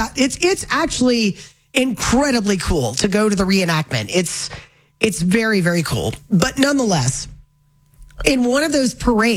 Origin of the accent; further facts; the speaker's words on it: Florida, United States; moved away; my hometown in Florida